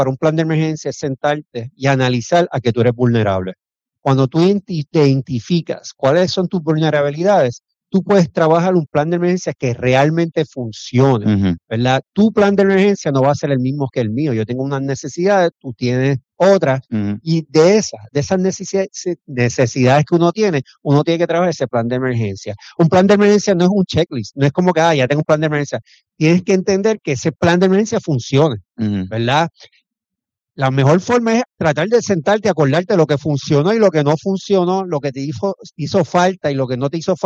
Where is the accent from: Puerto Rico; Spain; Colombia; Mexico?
Puerto Rico; como puertorriqueños, y me incluyo